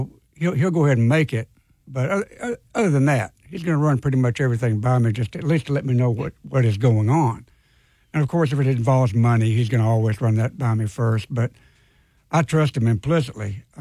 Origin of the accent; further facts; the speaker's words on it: Georgia, United States; born or raised there